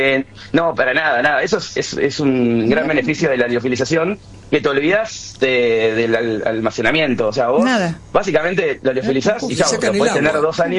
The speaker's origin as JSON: {"language": "Spanish", "town": "Mar del Plata", "region": "Buenos Aires Province", "country": "Argentina", "said": "No somos nada. De hecho, yo soy de Mar del Plata y él, entiendo que de Córdoba."}